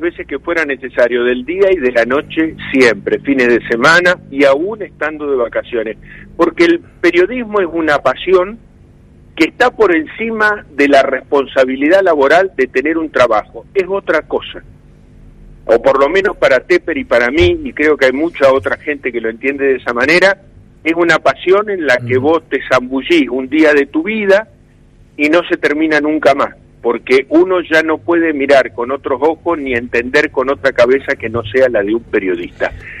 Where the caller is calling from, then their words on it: Santa Fe, Argentina; nosotros somos de Santa Fe